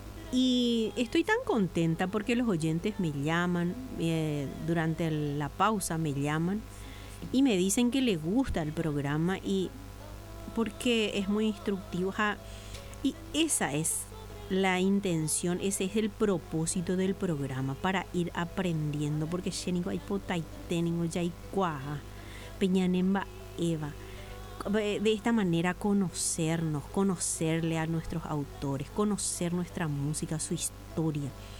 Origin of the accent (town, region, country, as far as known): Paraguay